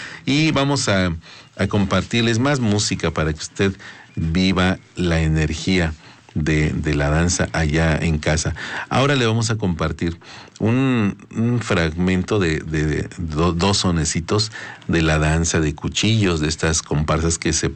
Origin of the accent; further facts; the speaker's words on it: Tuxtla Chico, Chiapas, Mexico; una danza de la festividad de San Pedro y San Marcos en mi pueblo, Tuxtla Chico.